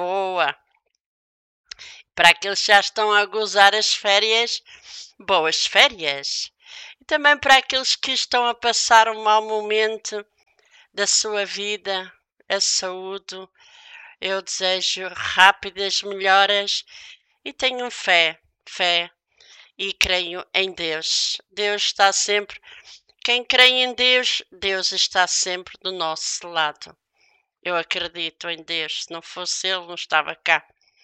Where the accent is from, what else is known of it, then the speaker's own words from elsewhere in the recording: Madeira, Portugal; now in Barcelos, Portugal; para a minha terra natal, para a Ilha da Madeira.